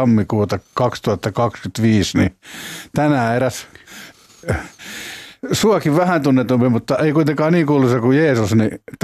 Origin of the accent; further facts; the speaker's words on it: Lapinjärvi, Uusimaa, Finland; born there; Kato, mä oon syntynyt Lapinjärvellä